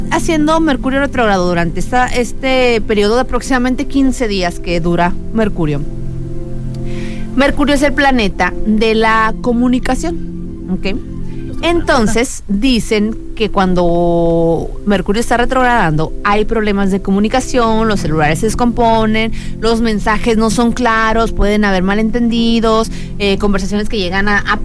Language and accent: Spanish; Mexico; Nos unió a todos como mexicanos.